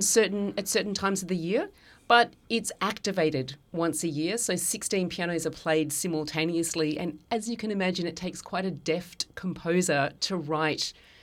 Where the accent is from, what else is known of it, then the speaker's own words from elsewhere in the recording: Adelaide, South Australia, Australia; also born or lived in California; now in Melbourne, Australia; So I'm actually from Kaurna land down in Adelaide. I grew up studying at the Elder Conservatorium down there.